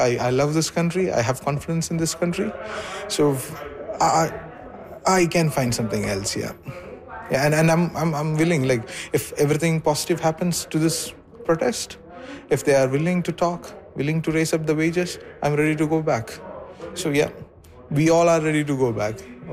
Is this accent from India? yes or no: yes; India; moved away as an adult; now in Saskatoon, Canada; I'm from India. I've been here for the last 2 years